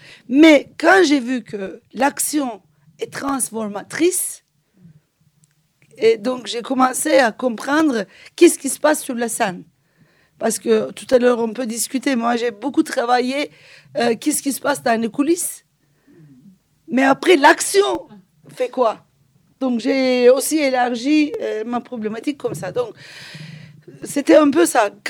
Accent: Turkey; French is a second language; J'ai grandi, je suis une Turque, je vis en Istanbul

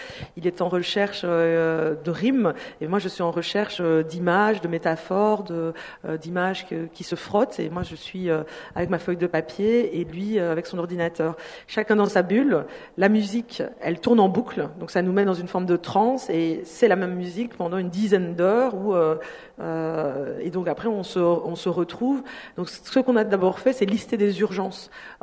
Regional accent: Belgium; Nous sommes aussi, Marc et moi, deux personnes racisées. Donc, moi, je suis belge d'origine congolaise

